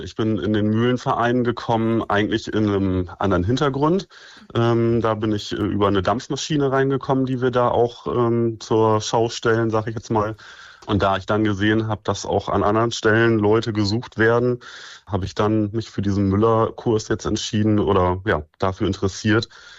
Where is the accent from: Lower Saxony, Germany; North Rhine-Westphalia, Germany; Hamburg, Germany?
Lower Saxony, Germany; Rotenburg; Also ich komme aus Rothenburg. Brokel ist da, weiß ich nicht, 10 Kilometer oder 12 Kilometer sind das, also dicht dabei.